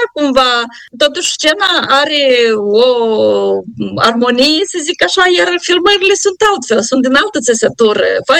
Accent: Fundurii Vechi, Glodeni District, Moldova; Fundurii Vechi este satul meu de Baștină. Am filmat în casa părinților mei, am filmat în casa bunicilor mei, pentru că povestea se desfășoară în două case, cumva în aceeași curte.

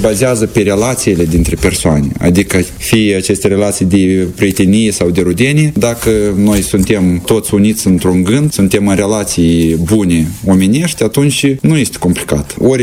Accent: Moldova

